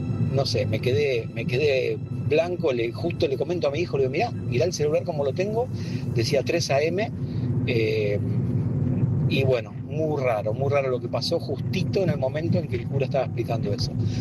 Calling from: Buenos Aires, Argentina; de Parque Chacabuco.

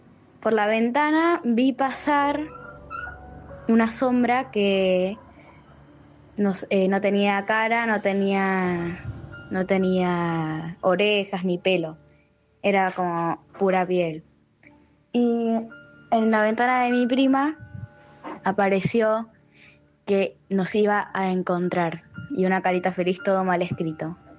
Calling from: Temperley, Buenos Aires Province, Argentina; Vivo en Temperley

